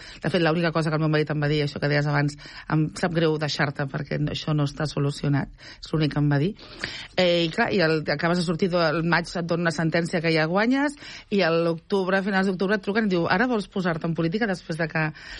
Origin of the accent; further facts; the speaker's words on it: Catalonia, Spain; com a catalana